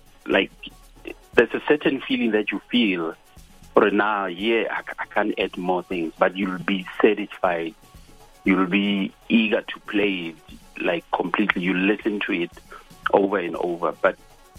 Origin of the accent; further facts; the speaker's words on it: Potchefstroom, North West, South Africa; born there; So I was born in Potchefstroom, the city in Northwest.